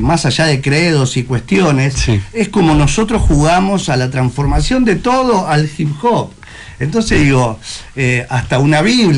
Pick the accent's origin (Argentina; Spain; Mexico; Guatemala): Argentina; Río de la Plata; Somos del Río de la Plata, y el Río de la Plata es rock and roll. Entonces, no tiene nada de malo el poder darle ese toque argentino a nuestro hip hop, ¿no?